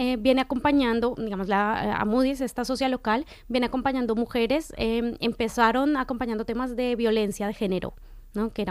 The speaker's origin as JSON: {"language": "Spanish", "country": "Colombia"}